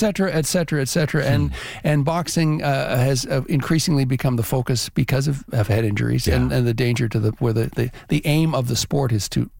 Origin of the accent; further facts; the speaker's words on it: Toronto, Ontario, Canada; because I grew up in Toronto, and he was always on the scene.